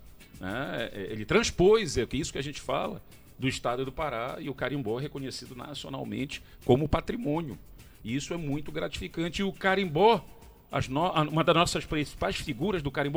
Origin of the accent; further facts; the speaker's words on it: Pará, Brazil; como bons paraenses que nós somos